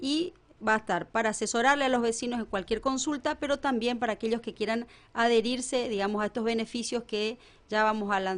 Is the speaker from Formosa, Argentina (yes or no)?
yes; Formosa, Argentina; Yo, que desde chiquita que vivo en Formosa